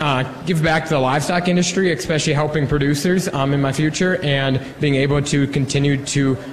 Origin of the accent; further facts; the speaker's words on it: Minnesota, United States; I'm from the Zambrota-Mazeppa area.